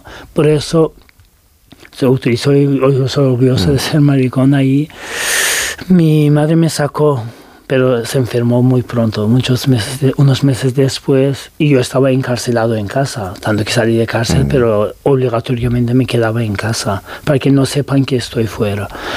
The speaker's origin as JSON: {"language": "Spanish", "country": "Turkey", "second_language": "Spanish", "lives_now": "Spain", "said": "da igual que seas también turco, porque digo, soy turco y podía pasar más fácil que otros muchos"}